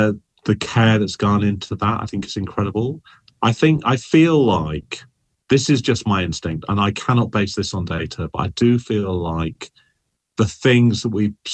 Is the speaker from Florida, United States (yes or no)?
no; Texas, United States; now in San Francisco, United States; As you can hear from my voice, I'm not from San Francisco or California.